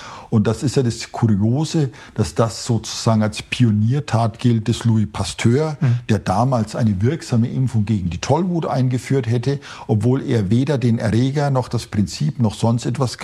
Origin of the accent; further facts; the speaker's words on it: West Germany, Germany; Ich bin ja im Westen zwar aufgewachsen